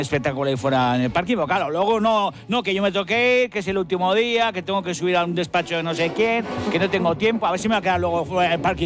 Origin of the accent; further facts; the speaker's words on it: Basque Country, Spain; yo esto lo hago por orgullo, lo hago por orgullo, porque soy vasco y a mí no me gana ni Bartolo.